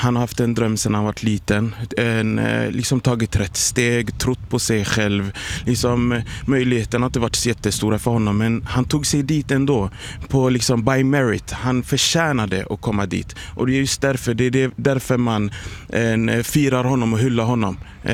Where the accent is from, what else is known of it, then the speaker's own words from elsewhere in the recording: Somalia; Som somalier blir jag både ledsen och besviken över det som hände Omar Artan.